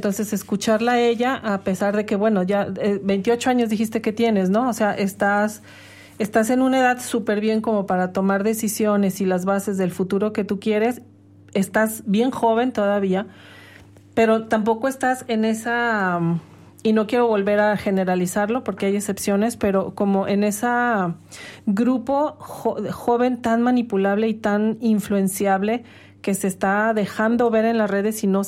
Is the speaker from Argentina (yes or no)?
no; Mexico; que los mexicanos como latinos y dentro de los mexicanadas somos tradicionales, ¿no?